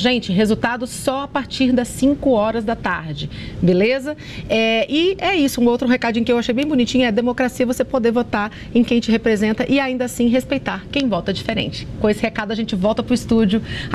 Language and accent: Portuguese; Brazil; Eu só fiquei sabendo hoje, porque eu sou brasileira, também deixei para a última hora